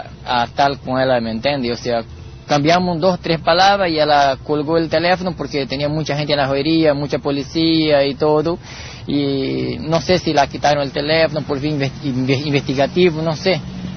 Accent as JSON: {"language": "Spanish", "country": "Brazil", "said": "Porque yo soy brasileño también."}